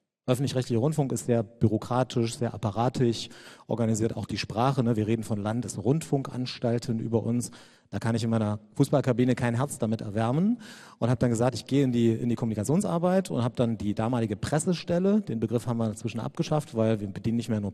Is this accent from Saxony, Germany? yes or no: yes; Saxony, Germany; Ich war 12, als die Mauer fiel. Ich komme aus der Nähe von Chemnitz